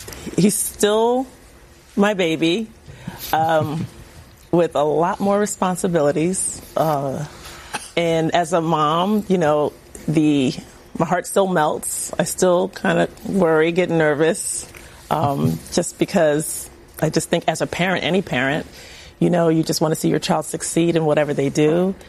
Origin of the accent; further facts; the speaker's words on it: New York, United States; I'm pinching myself with him being a New York Knick. You know, growing up in New York